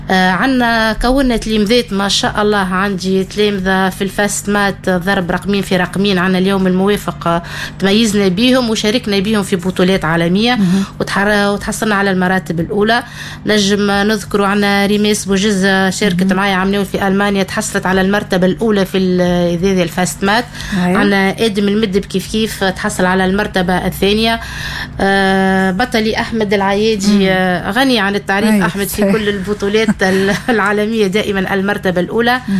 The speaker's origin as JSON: {"language": "Arabic", "country": "Tunisia", "said": "نحن كفريق تونسي وإني كمنسقة للفريق التونسي"}